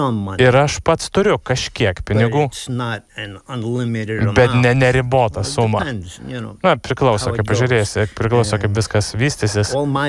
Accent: Griškiabūdis, Marijampolė County, Lithuania; also born or lived in Klaipėda; aš gimiau Klaipėdoje ir 6 mėnesių pradėjau gyventi su močiute Griškiabūdyje, užaugau ūkyje ten

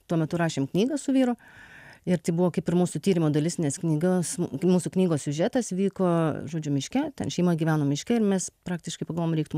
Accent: Anykščiai, Utena County, Lithuania; also born or lived in abroad; Aš augau Anykščiuose.

